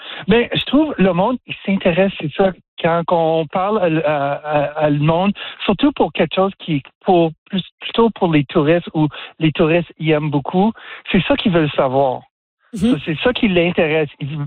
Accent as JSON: {"language": "French", "region": "Ontario", "country": "Canada", "also_born_or_lived": "Quebec / Maritimes", "said": "Tu sais, moi, je viens de l'Ontario, mm-hmm. passé beaucoup de temps au Québec, au Maritime"}